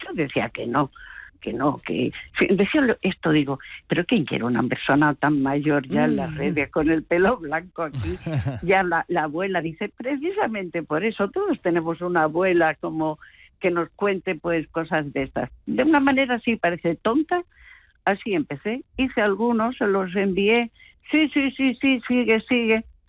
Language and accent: Spanish; Andalusia, Spain; Yo soy andaluza, para empezar, pero contentísima de escucharos.